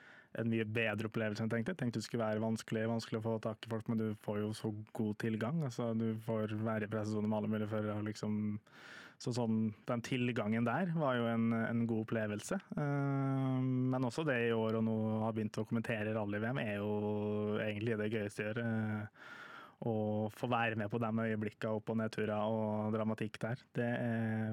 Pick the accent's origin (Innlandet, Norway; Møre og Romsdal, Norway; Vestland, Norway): Møre og Romsdal, Norway; Molde; jeg vet ikke om det er fordi jeg er fra Molde, eller hva det er, men der er det null bilsport